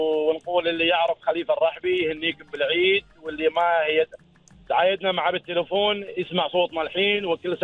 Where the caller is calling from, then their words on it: Samail, Ad Dakhiliyah, Oman; اكلمك حاليا من ولايه سمايل.